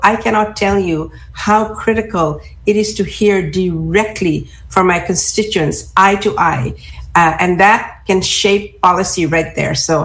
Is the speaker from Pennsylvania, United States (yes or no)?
yes; Philadelphia, Pennsylvania, United States; I'm not only a city council member, I'm a Philadelphian.